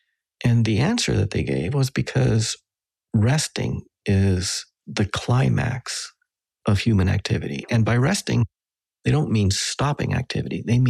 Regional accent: Western Canada, Canada; because I grew up with him in Western Canada.

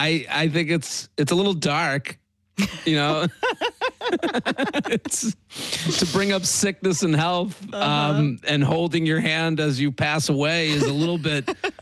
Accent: Needham, Massachusetts, United States; I'm from Needham. So oh. it's like cool to hear like all the, you know, 617 numbers and BU and all that stuff.

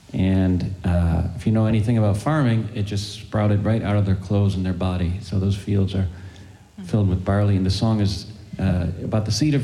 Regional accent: Midwest, United States; accent: Midwestern; excuse my accent, I'm from the Midwest. Anyone ever been to Chicago? I'm a plain-speaking Midwesterner.

